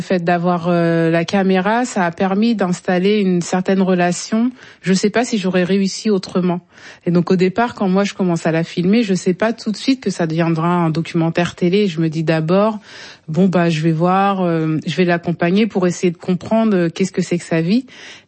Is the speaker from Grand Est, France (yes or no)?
no; Canteleu, Normandy, France; born there; on est né en France et qu'on est français et qu'on nous demande tout le temps tu viens d'où et que on répond de Normandie